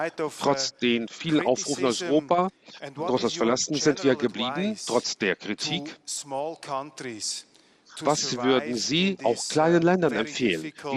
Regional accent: Switzerland; Ich komme aus der Schweiz.

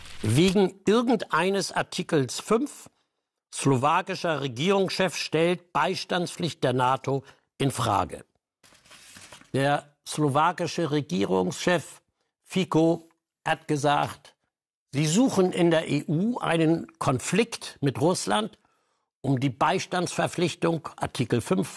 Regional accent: Germany

